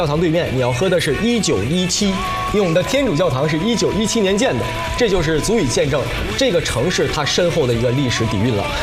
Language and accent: Chinese; Jilin, China; moved away; 我其实上周在回到吉林市的时候，因为我就是吉林市人，土生土长吉林市人，从小就在这座城市长大。